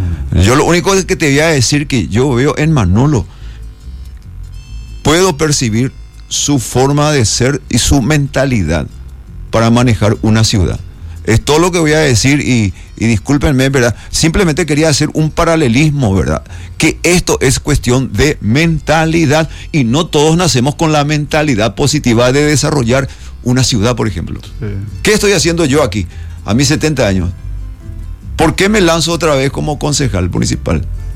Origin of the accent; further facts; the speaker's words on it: Asunción, Paraguay; born there; moved away as an adult; now in Luque, Paraguay; Yo nací en Asunción, pero la ciudad de Luque me acogió. Yo ya estuve allá por los 70, en 1976. Yo me fui llegando con 20 años de edad